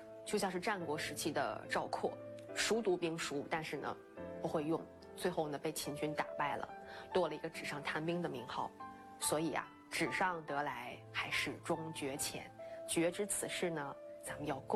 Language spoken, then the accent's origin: Chinese; China